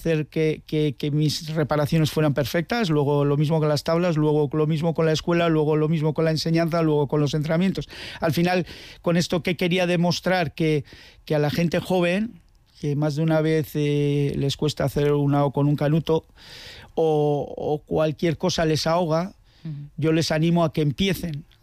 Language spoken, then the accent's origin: Spanish; Basque Country, Spain; ¿Qué voy a decir de mi pueblo? El mejor pueblo de Euskal Herria, ¿no? Es un pueblo pequeño, agradable.